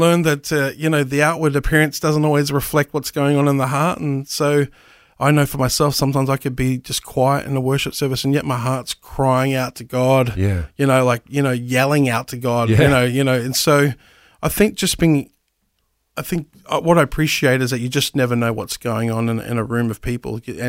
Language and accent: English; Brisbane, Queensland, Australia; So so I'm a Brisbane boy, born and bred. So very much a Queenslander. I identify as a Queenslander.